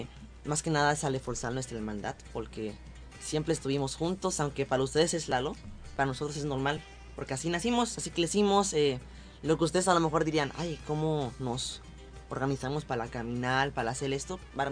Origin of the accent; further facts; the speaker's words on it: China; Nosotros venimos de China.